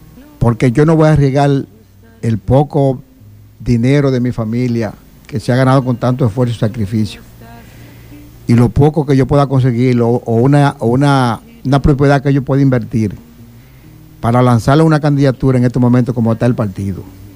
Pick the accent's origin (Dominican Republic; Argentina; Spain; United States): Dominican Republic; Pedernales; vivo eternamente agradecido de mi pueblo